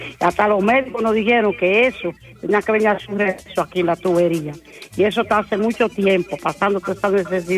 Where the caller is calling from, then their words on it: Espaillat, Dominican Republic; Soy aquí de Boca.